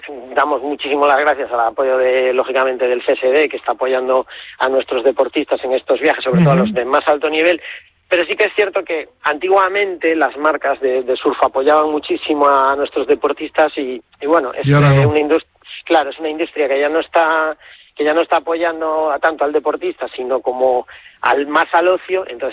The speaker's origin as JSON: {"language": "Spanish", "region": "Galicia", "country": "Spain", "said": "Pues te digo depende porque yo soy gallego."}